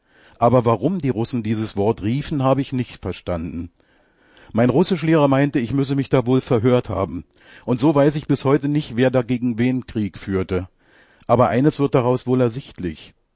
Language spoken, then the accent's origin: German; Frankfurt, Brandenburg, Germany; Meine Heimatstadt Frankfurt-Oder, gelegen an der Grenze zur Volksrepublik Polen, war Garnisonsstadt